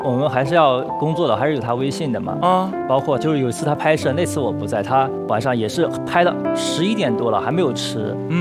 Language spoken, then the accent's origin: Chinese; Henan, China; 我是一个河南的小县城长大的